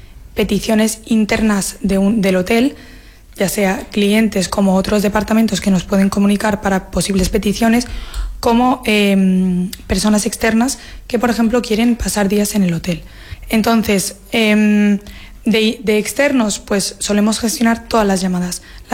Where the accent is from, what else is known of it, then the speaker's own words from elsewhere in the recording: Ibiza, Balearic Islands, Spain; yo por suerte soy de aquí, de Ibiza